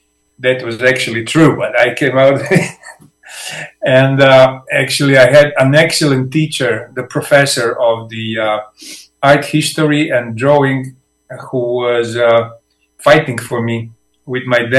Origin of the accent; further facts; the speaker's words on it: Zagreb, City of Zagreb, Croatia; Because I grew up in the Zagreb, at the outskirts, in some working class buildings. Today it was like wide center of the city, but back there it was like outskirts, like far